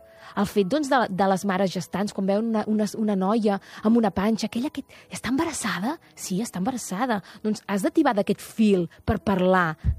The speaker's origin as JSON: {"language": "Catalan", "town": "Terrassa", "region": "Catalonia", "country": "Spain", "said": "però jo sóc terrassenca i estic a Terrassa tot el... Bueno, m'encanta Terrassa."}